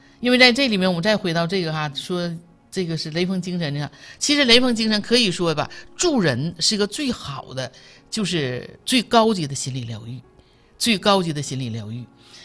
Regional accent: Northeast China, China; accent: Northeastern Mandarin; 这是咱东北话哈，

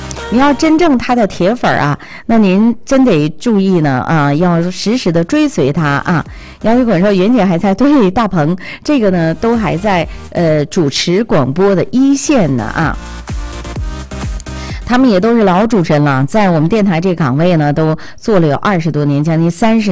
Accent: Jinzhou, Liaoning, China

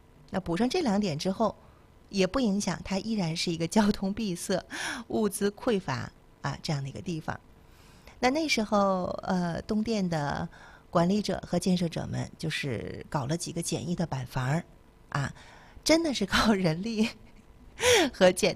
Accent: Jinzhou, Liaoning, China; 作为锦州人啊

